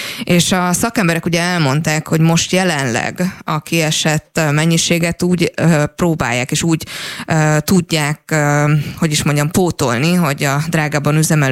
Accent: Paks, Tolna, Hungary; Én paksiként azt vallom

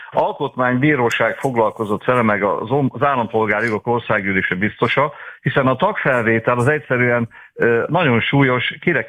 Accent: Veszprém County, Hungary; de én Veszprém megyei vagyok

